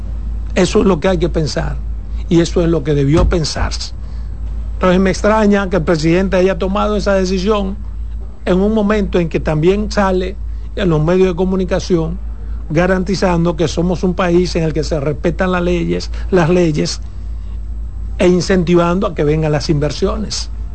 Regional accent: Pedernales, Dominican Republic; soy de Pedernales, donde nació la Alcoa Exploration Company.

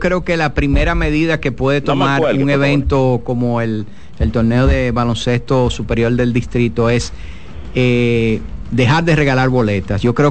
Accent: Dominican Republic

